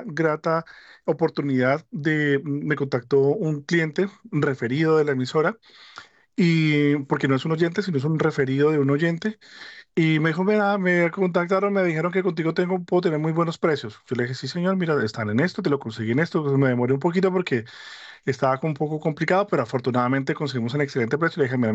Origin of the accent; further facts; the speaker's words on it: Colombia; now in Madrid, Spain; todos somos colombianos, que todos salimos desde Madrid.